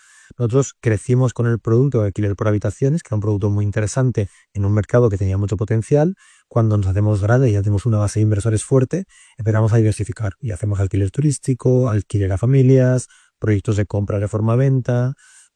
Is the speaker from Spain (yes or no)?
yes; Castellón de la Plana, Valencian Community, Spain; also born or lived in Bologna; yo quería solucionar un problema en Castellón, mi ciudad natal